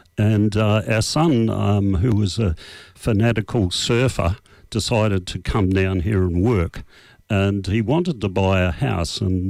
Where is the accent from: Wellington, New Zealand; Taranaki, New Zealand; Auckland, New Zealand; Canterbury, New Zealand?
Canterbury, New Zealand; Lyttelton; moved away as an adult; also born or lived in Perth, Australia / Toronto, Canada; now in Western Australia, Australia; Oh, I grew up in New Zealand, Littleton in the South Island. Then I spent until I was 18